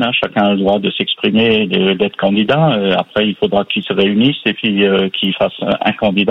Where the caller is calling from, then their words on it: Grand Est, France; Du côté de Saint-Germain, en Moselle.